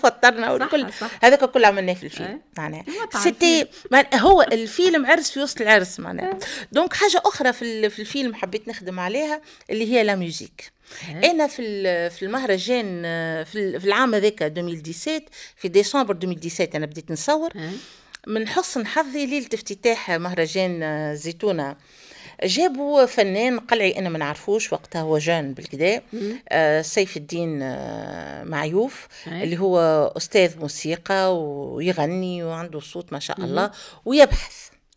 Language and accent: Arabic; Tunisia